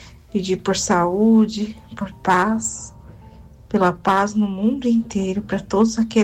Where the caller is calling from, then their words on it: Santo André, São Paulo, Brazil; sou de Santo André.